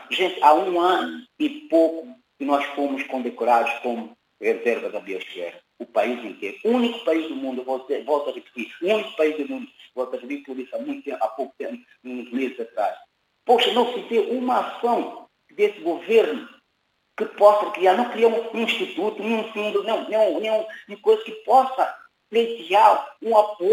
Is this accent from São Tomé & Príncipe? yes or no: yes; São Tomé & Príncipe; Porque não é um projeto, David, da minha terra, não é um projeto que pudesse aproveitar essa chance que está a dar. Ninguém faz nada.